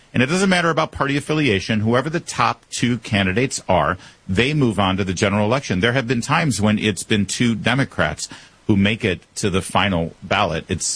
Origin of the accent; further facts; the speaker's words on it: California, United States; Listen, yes, I'm from California, so we focus on California topics often for that reason, because I'm from there.